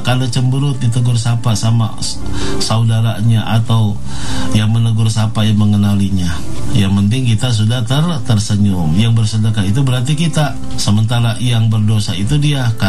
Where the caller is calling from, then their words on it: Tangerang, Banten, Indonesia; Saya dari Tangerang ingin bertanya Ustaz